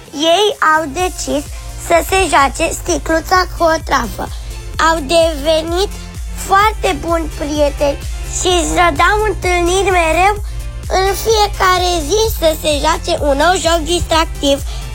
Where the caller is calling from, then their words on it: Bucharest, Romania; din București. Am 9 ani